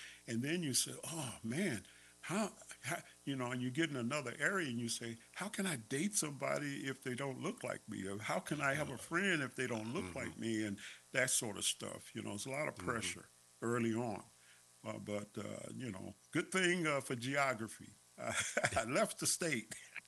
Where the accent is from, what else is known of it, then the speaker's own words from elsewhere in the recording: Cincinnati, Ohio, United States; So I grew up in Ohio, and so in the inner city there of Cincinnati.